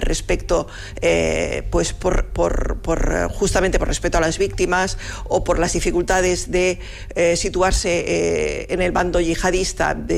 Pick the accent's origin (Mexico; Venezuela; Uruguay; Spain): Spain; Seville, Andalusia; now in Barcelona, Spain; Yo también soy de Barcelona, bueno, soy sevillana, pero he sido en Barcelona de hace muchos años